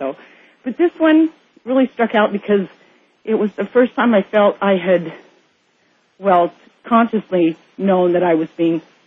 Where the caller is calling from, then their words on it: Richland, Washington, United States; from Richland, Washington